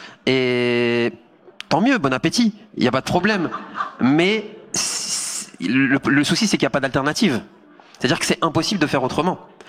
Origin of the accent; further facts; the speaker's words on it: Hauts-de-France, France; Moi, je viens du Nord, de la France.